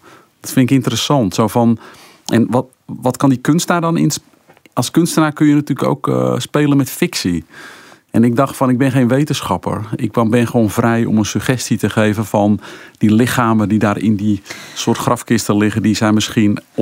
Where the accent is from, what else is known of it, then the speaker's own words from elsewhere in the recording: Alkmaar, North Holland, Netherlands; born there; Ja, dat is mijn geboortestad zelfs.